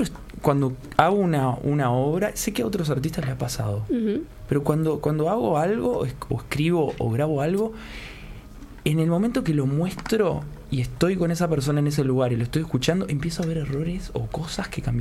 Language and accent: Spanish; San José, Uruguay; vengo de San José, vengo de esta zona geográfica